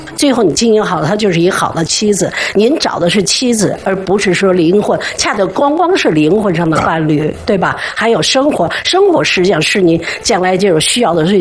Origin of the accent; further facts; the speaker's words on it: Beijing, China; 我是北京人。